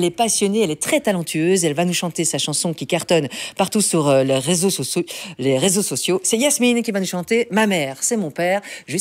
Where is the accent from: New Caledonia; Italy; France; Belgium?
Belgium; On pratique chez nous en Belgique.